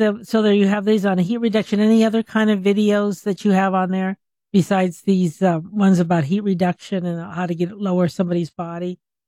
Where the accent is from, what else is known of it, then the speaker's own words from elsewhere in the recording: Albuquerque, New Mexico, United States; I grew up here in Albuquerque